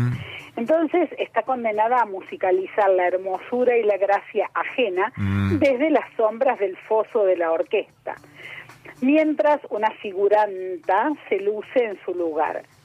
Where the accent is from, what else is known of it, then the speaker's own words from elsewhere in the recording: Argentina; y considero que como argentinos ya estamos hechos.